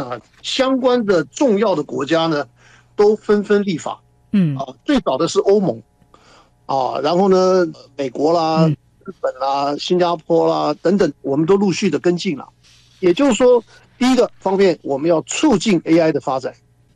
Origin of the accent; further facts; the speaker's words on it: Taiwan; 那像我们台湾这边呢，我们的法律呢只是一些规